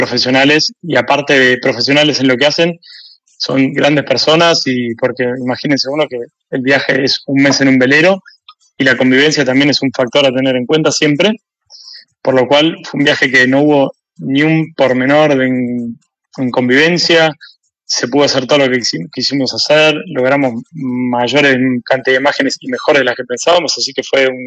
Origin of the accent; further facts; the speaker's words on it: Buenos Aires, Argentina; Somos de la zona de la costa. Buenos Aires.